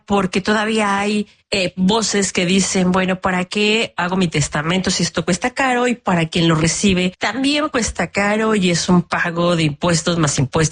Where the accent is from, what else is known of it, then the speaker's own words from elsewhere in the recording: Mexico; Como mexicanos tenemos organizada nuestra estrategia de vida y entre ellos nuestros documentos.